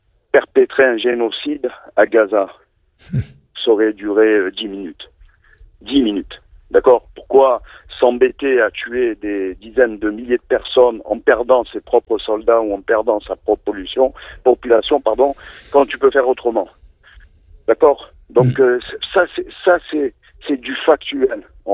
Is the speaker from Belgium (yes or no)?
no; France; now in Marseille, France; je suis pas israélien. Je suis français juif vivant à Marseille